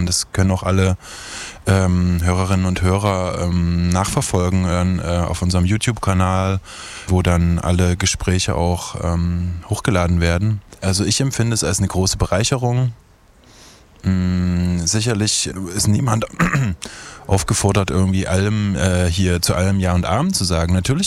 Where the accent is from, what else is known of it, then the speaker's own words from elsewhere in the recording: Chemnitz, Saxony, Germany; was ich denn dazu zu sagen habe als Chemnitzer